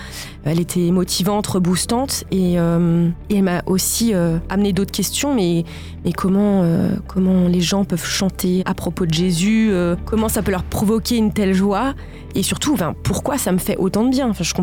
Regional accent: Colmar, Grand Est, France; j'ai 31 ans. Dans la vie, je suis psychologue et je viens du secteur de Colmar.

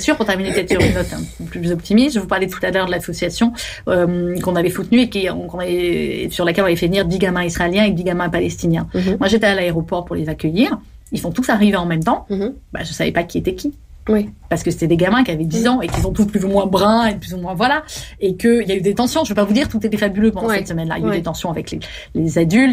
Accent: France; Nous, pour le Bataclan, j'ai envie de dire parce qu'on est français, évidemment qu'on a souffert.

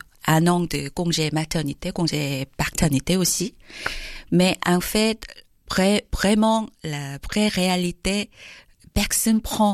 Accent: Seoul, South Korea; French is a second language; Oui, je suis venue de Séoul, la capitale de Corée du Sud. Je dois me préciser parce que j'entends très souvent la question, vous venez d'où? Corée du Nord, Corée du Sud? Donc oui, je suis sud-coréenne, oui, je viens de la Séoul.

